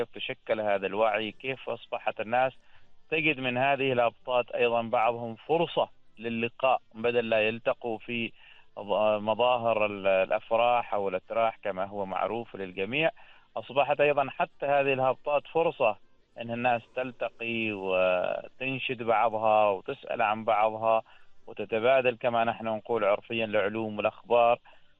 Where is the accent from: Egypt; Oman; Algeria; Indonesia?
Oman; now in Nizwa, Oman; بلدنا عمان مزيج من الثقافة ومزيج من الظواهر الاجتماعية المختلفة